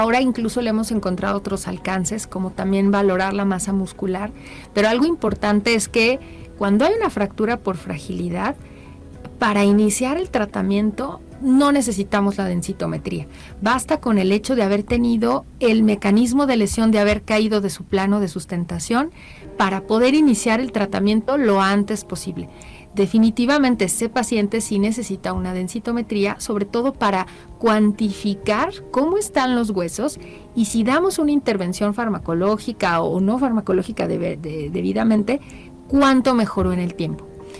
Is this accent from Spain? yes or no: no; Mexico; Tenemos nosotros como población mexicana datos relevantes